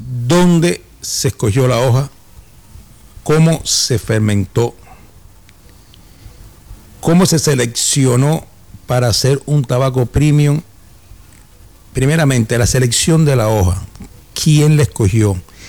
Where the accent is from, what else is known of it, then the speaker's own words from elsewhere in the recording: Cuba; siempre yo por lo menos como buen cubano voy a un buen habano.